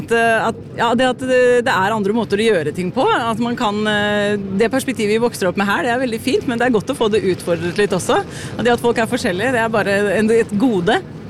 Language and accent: Norwegian; Holmestrand, Vestfold, Norway; Ja, jeg har vokst opp i Holmestrand, så da slapp jeg dialekten.